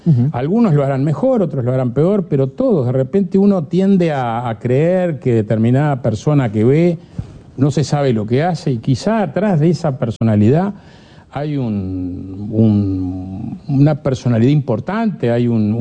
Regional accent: Uruguay; Nosotros somos orientales argentinos.

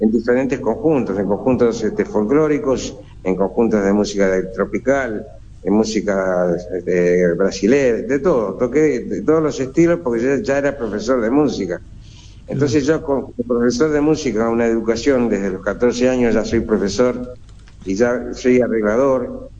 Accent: Montevideo, Uruguay; moved away as an adult; now in Colonia, Uruguay; Yo nací en Montevideo en el año 1950.

